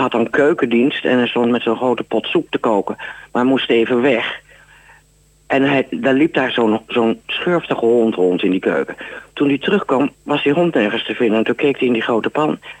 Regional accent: Netherlands; Meneer, ik ben Nederlander.

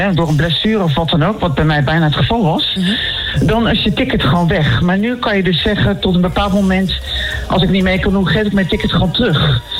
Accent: Nijmegen, Gelderland, Netherlands; Nou, ik ben deels opgegroeid in Nijmegen.

